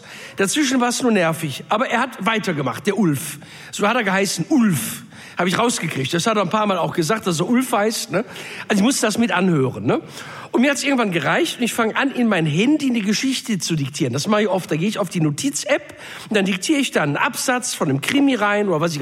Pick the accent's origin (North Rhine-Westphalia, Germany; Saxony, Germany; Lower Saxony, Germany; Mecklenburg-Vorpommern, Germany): North Rhine-Westphalia, Germany; Bei uns im Pott sagst du Haiopai zu sowas.